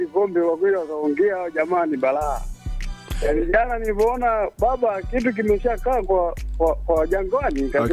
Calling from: Isimani, Iringa, Tanzania; kutoka Isimani Mangawe.

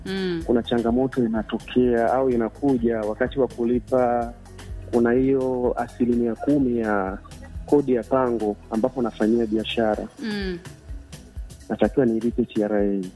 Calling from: Mafinga, Iringa, Tanzania; Sitapenda kutaja jina, lakini natokea Mafinga.

